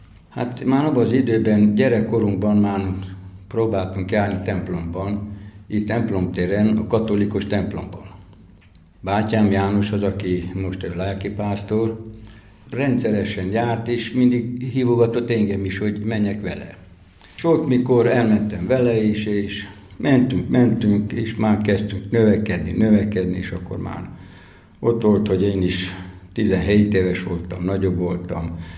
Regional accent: Oradea, Bihor, Romania; a Cinkapanna, ahol ott születtek legtöbb cigányok itt Velencén, itt Váradon. Ott születtem én is

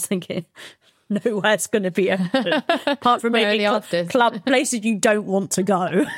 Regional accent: Falmouth, South West England, United Kingdom; moved away; I was in my hometown of Falmouth just visiting for a few days

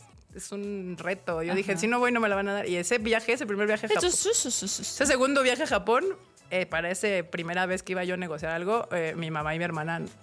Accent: State of Mexico, Mexico; now in Mexico City, Mexico; Yo soy del Estado de México. Originaria del Estado de México. Ya tengo un rato viviendo aquí en Chilangolandia.

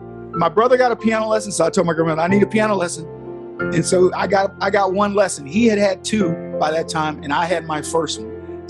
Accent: Brady, Texas, United States; born there; also born or lived in San Antonio, Texas; when we moved to Brady from San Antonio, and I was in the second grade

